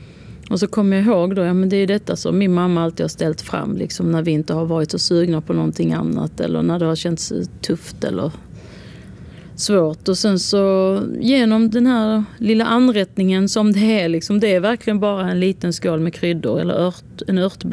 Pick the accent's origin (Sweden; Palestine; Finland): Palestine